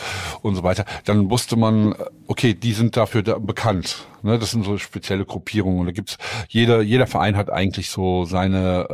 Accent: Neu-Isenburg, Hesse, Germany; accent: Hessian; moved away; ich komme ja ursprünglich aus Frankfurt, nur Isenburg, Hessen.

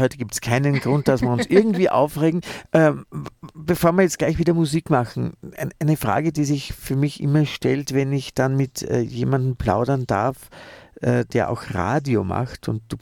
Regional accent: Vienna, Austria; now in Salzburg, Austria; ich bin ja als Wiener im Salzburger Land.

